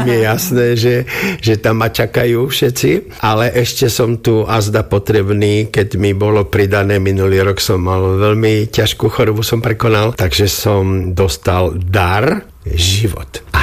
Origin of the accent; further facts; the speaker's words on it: Senica, Trnava Region, Slovakia; Ja som sa narodil doma v Senici, ale bývam na 17. mieste v Senici.